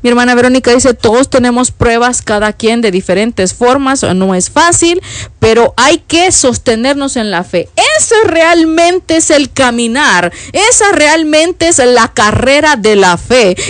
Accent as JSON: {"language": "Spanish", "country": "El Salvador", "said": "Yo soy de El Salvador."}